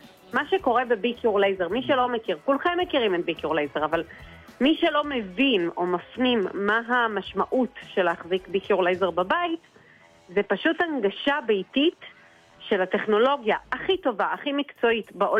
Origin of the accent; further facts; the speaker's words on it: Haifa, Haifa District, Israel; וגם אני חיפאית